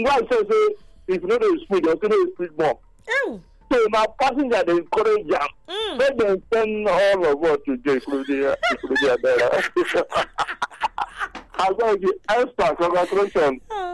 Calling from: Benin City, Edo, Nigeria; I'm reaching from Ipoba Hill.

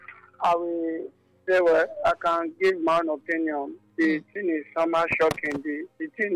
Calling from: Benin City, Edo, Nigeria; calling you from the city of Benin City.

